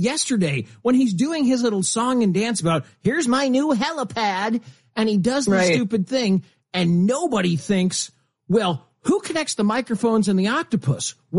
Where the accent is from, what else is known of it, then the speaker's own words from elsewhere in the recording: Nebraska, United States; And my dad, you know, we're from Nebraska.